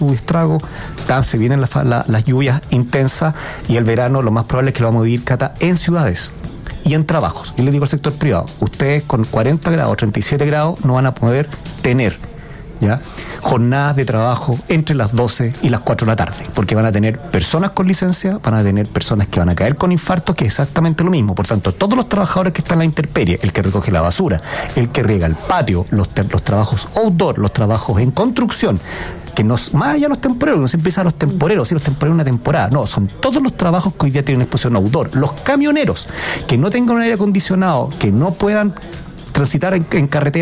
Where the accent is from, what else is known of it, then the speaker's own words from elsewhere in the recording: Iquique, Tarapacá, Chile; El plan de adaptación regional de Tarapacá, sí, que soy de Iquique, ya lo incluye.